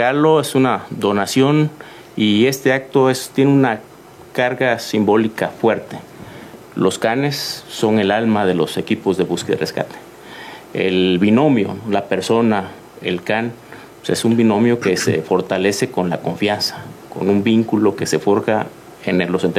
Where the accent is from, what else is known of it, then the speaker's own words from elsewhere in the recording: Mexico; Es un orgullo como mexicanos, como mexicanas